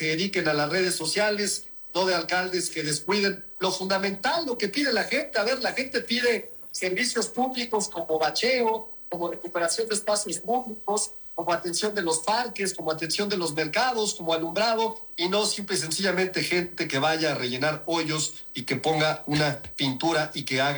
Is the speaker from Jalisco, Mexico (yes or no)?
no; Cuauhtémoc, Mexico City, Mexico; born there; Bueno, yo soy vecino de la Cuauhtémoc, nací aquí, querido